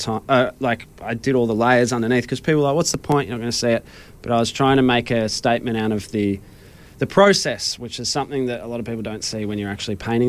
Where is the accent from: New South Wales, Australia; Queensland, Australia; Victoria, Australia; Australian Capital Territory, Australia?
Victoria, Australia; Melbourne; I'm from Melbourne.